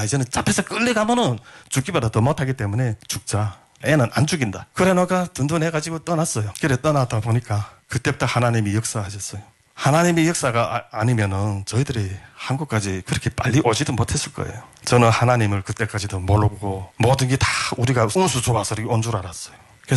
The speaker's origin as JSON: {"language": "Korean", "country": "North Korea", "tie": "born or raised there", "lives_now": "South Korea", "said": "그런 생지옥을 저는 직접 목격하면서 야 이거 북한에서 태어난 거 왜 이렇게 후회되고 내가 이 자리에서 태어나서 앞으로 살아가는 과정이가 너무나도 아름다운 거예요."}